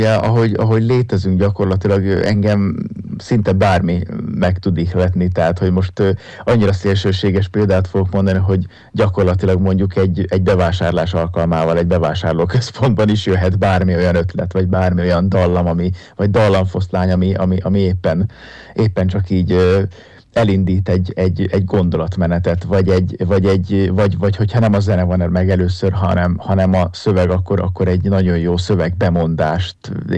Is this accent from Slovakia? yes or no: yes; Felvidék, Slovakia; moved away; felvidéki származású vagyok